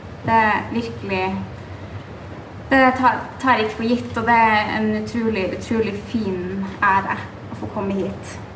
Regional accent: Kåfjord, Troms, Norway; Og jeg kommer fra Kåfjord I Nord-Troms.

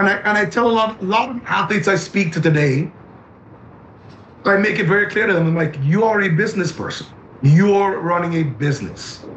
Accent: Canada; Yes, I live in Canada, I'm Canadian.

